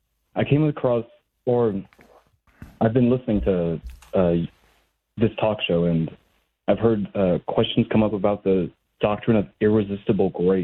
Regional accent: Loveland, Colorado, United States; I was born in Loveland. I went to Big Thompson Elementary, Walk Park Middle School, and Thompson Valley High School.

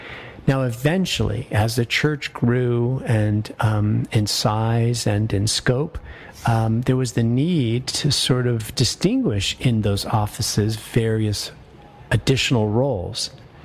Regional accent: Denver, Colorado, United States; the parish that I grew up in was in Denver

